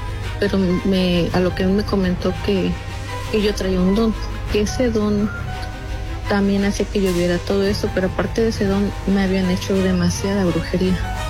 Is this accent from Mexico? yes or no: yes; Papantla, Veracruz, Mexico; soy de Veracruz.